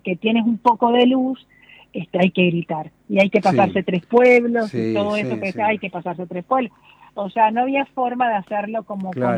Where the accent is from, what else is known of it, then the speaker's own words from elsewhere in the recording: Colombia; mujeres que o trabajaron en mi casa de chica, que en Colombia eso también era bastante, o es, en el Caribe sobre todo, esto de tener mujeres en tu casa permanentemente